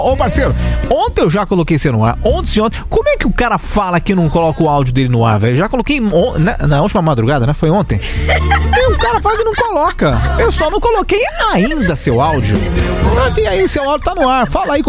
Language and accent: Portuguese; São Paulo, Brazil; Eu também sou do interior de São Paulo, velho. Eu também sou do interior de São Paulo, cara.